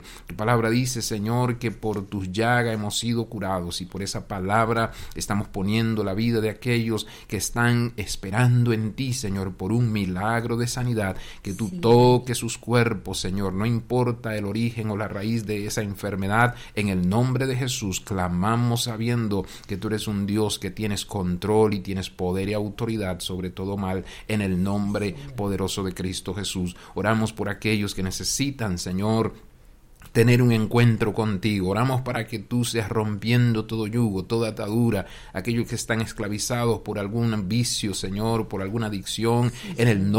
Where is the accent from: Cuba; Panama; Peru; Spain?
Panama; now in Costa Rica; ahí en mi país, en Panamá